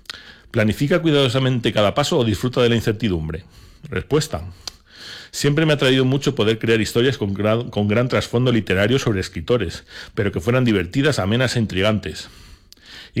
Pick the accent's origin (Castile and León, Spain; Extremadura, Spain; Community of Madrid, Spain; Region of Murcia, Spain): Castile and León, Spain; Zamora; moved away as an adult; now in Salamanca, Spain; devolverle a esta ciudad enigmática todo lo que me ha dado desde que llegué desde Zamora a estudiar allí en el año 79.